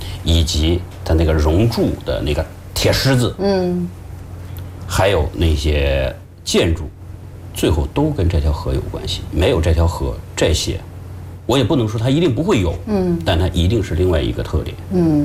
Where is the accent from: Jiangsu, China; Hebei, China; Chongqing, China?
Jiangsu, China; 我是江苏人。我的日常生活里从小到处都是水。